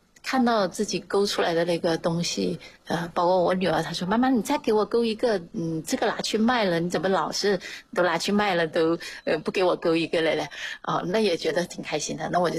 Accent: Hunan, China; moved away as an adult; now in Shenzhen, China; 我老家湖南的，因为是毕业了之后就直接来深圳了。当时是想的来深圳干2年就回去的，后来就在深圳安家落户了。就一直待在这里。

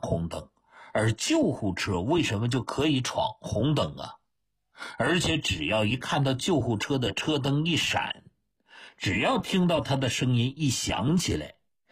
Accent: China; 我们中国人有一句话啊，人命关天呐。

